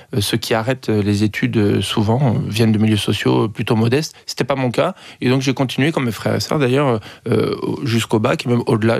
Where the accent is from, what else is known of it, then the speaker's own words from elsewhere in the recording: Île-de-France, France; born there; Et moi, je suis né dans les Hauts-de-Seine, dans une grande maison. Ma mère était journaliste, mon père éditeur.